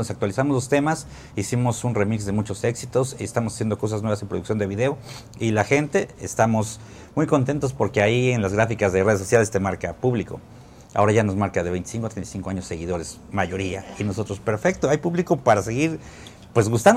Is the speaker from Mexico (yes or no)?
yes; Mexico; somos mexicanos orgullosos y miren, aquí estamos.